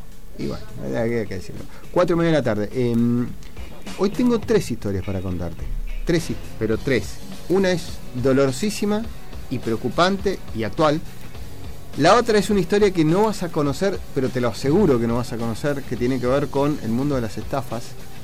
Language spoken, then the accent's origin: Spanish; Argentina